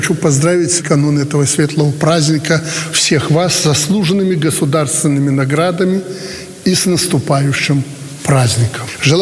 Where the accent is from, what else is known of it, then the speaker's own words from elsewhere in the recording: Belarus; Мы, белорусы, будем жить, любить и стремиться к новым трудовым свершениям.